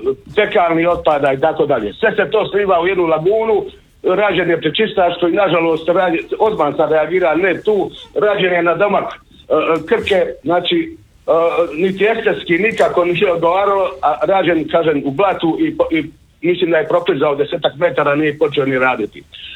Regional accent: Knin, Šibenik-Knin County, Croatia; also born or lived in Imotski; ja dolazim iz Knina, inače i sam Imoćanin.

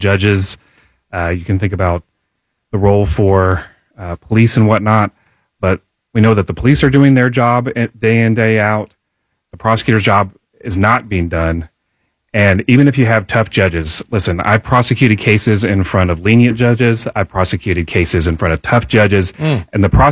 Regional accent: Indianapolis, Indiana, United States; I was born in Indiana, raised in Pike Township

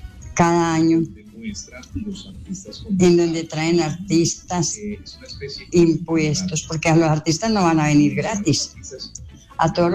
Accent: Cartago, Valle del Cauca, Colombia; now in Pereira, Colombia; Porque pues doy gracias a Dios de que Pereira me abrió las puertas hace 28 años, que yo llegué de Cartago Valle para acá.

